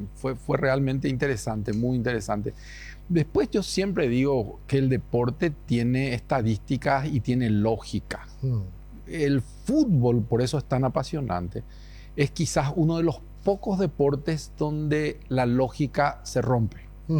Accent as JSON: {"language": "Spanish", "country": "Paraguay", "said": "cómo somos los paraguayos"}